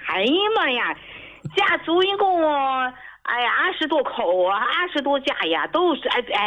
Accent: Dalian, Liaoning, China; accent: Dalian; 我是大连的朋友。

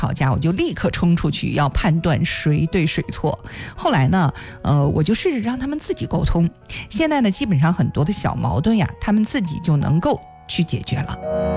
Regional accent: Henan, China; 我们河南话说"隔过气"呀。

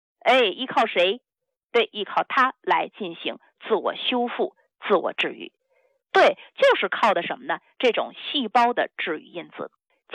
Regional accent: China; 是我来自于中国，我的背后有传统中医药学的支持。

